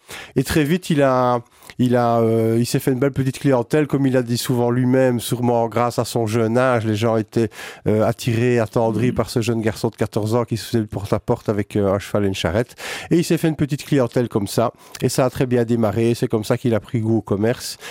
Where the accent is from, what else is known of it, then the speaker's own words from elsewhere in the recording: Serein, France; Moi, j'ai grandi à Serein, tout à fait. Oui. J'ai grandi au-dessus de la boucherie.